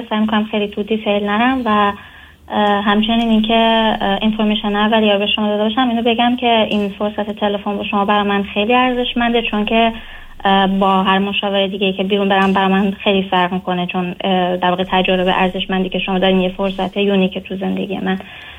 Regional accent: Iran; اینجا پزشکی دارم میخونم و تقریبا 2 ماه دیگه بعد یه آزمون خیلی سرنوشت ساز علوم پایه رو بدم. بعد خب از ایرانم درسم خوب بود، یعنی تو مدرسه اینا موفق بودم.

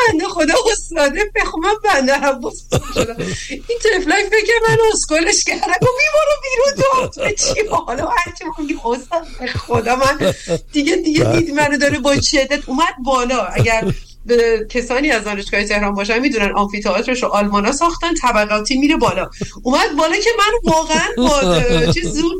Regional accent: Gilan, Iran; کسی اینجا از شمال اومده؟ خب من دستمو گرفتم بالا، من گیلکم.

